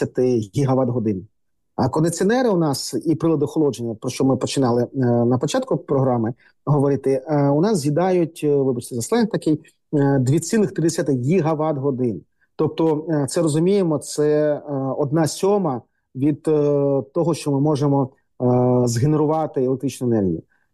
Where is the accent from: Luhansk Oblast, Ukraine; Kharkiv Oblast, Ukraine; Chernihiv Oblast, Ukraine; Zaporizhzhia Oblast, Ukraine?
Kharkiv Oblast, Ukraine; Kharkiv; зокрема, в моєму рідному Харкові